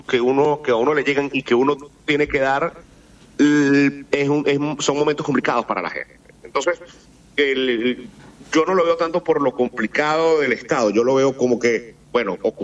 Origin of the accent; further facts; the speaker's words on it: Venezuela; Yo, por ejemplo, vengo de un pueblo a una hora de Caracas, que es mi ciudad de origen